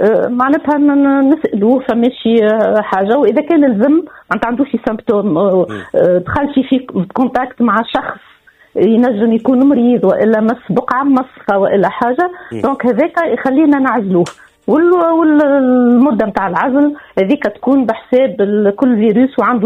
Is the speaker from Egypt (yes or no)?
no; Tunisia